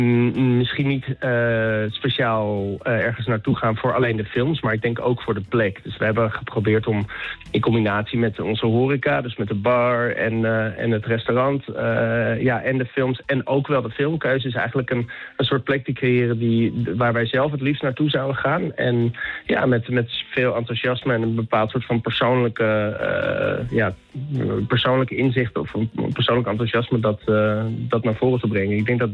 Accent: Amsterdam, North Holland, Netherlands; now in Rotterdam, Netherlands; dat wij eigenlijk uit Amsterdam komen.

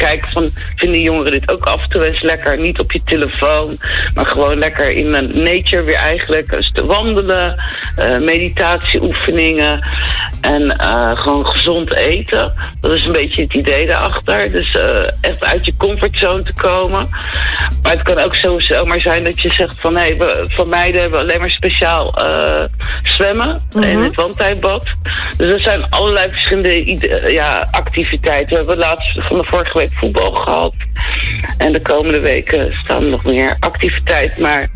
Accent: The Hague, South Holland, Netherlands; ik kom uit Den Haag.

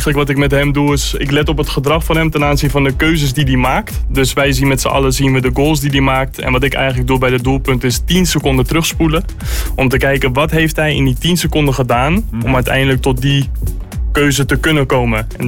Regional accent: Netherlands; Ik zit daar ook natuurlijk als Nederlander

